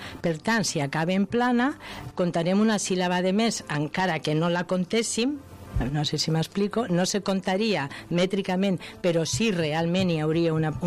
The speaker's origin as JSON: {"language": "Catalan", "region": "Castile", "country": "Spain", "second_language": "Catalan", "said": "Perdó, jo sóc castellana i adoro el castellà"}